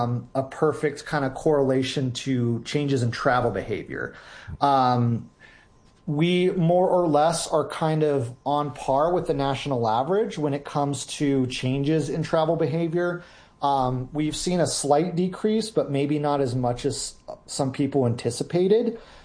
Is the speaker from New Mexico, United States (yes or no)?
yes; Albuquerque, New Mexico, United States; also born or lived in Nebraska / Las Vegas, Nevada / Las Cruces; I've had the luxury of spending most of my life in New Mexico. I was born and raised in Albuquerque. You know, I was a son of a military family, so we kind of moved around a little bit when I was a kid, spent a couple years in Nebraska, spent a couple years in Las Vegas, Nevada.